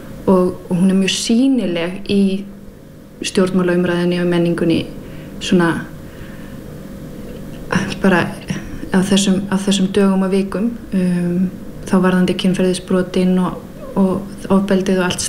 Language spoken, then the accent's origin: Icelandic; Denmark; now in Iceland; nú er ég alinn upp í Danmörku og það er mjög, mjög sjaldan að þú verður fyrir reiði í opinberu rými